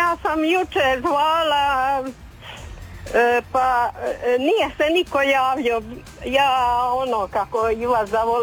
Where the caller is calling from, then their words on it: Konavle, Dubrovnik-Neretva County, Croatia; I Velika Gospa se slavi kod nas u Konavlima u Lovorno.